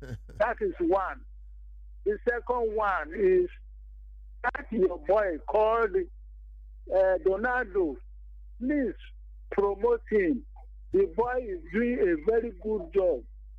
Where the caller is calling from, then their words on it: Iroko, Ogun, Nigeria; In Iroko, local government of Ogun State.